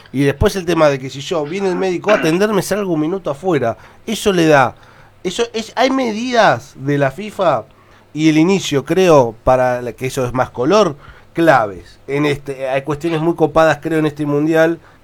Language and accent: Spanish; Argentina; Somos hermosos los argentinos.